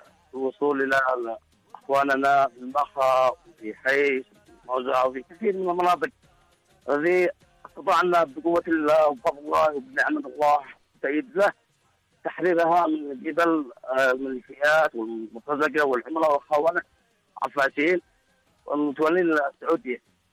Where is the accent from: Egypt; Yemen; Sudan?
Yemen; أنكم يمنيين ونحن يمنيين